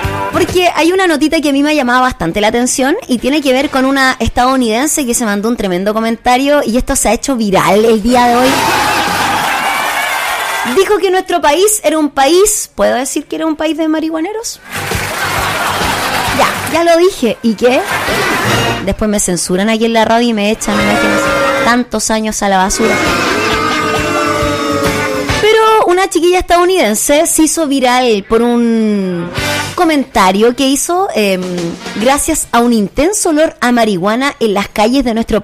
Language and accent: Spanish; Chile